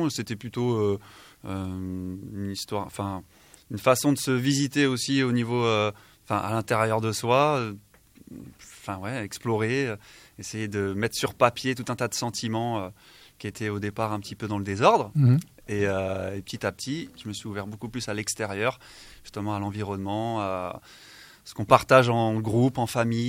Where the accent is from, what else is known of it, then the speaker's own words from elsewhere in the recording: Le Mans, Pays de la Loire, France; moved away as an adult; now in Landes, France; j'arrive du Mans, et à 18 ans, je suis arrivé ici, dans les Landes.